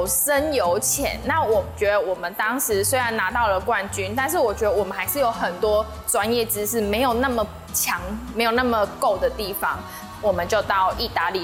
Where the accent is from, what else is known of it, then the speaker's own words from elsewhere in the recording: Lukang, Changhua County, Taiwan; 因为我本身是鹿港人，所以我想要回家乡创业。